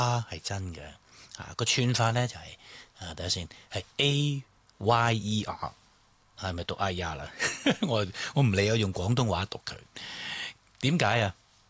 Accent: Hong Kong; 大部分我哋香港人都唔喺个 downtown 嗰度住。

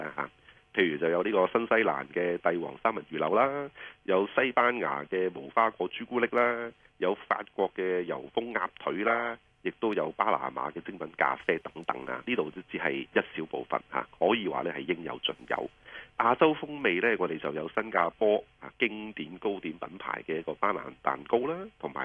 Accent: Hong Kong; 我哋香港人呢就出名就识饮识食嘅。

